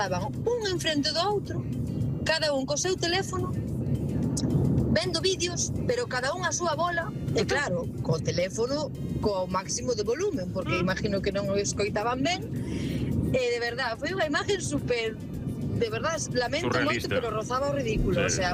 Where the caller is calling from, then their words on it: Vila de Cruces, Galicia, Spain; Bos días, amigos da Bola Extra … de Vila de Cruces.